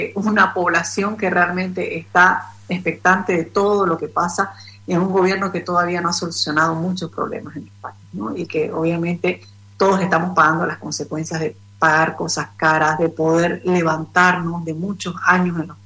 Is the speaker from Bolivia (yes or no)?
yes; Bolivia